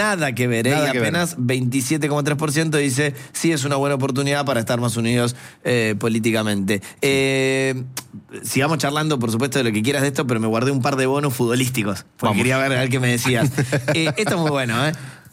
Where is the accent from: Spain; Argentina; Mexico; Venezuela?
Argentina